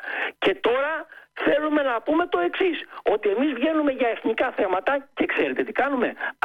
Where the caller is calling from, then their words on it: Greece; εγώ σαν Έλληνας